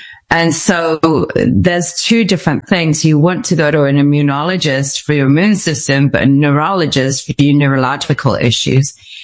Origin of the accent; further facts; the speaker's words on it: Stratford-upon-Avon, West Midlands, United Kingdom; moved away as an adult; also born or lived in Mexico; I decided to leave Mexico, go back to England because I'm obviously from Stratford-upon-Avon in England. You can tell by my accent. And so I decided to go home to England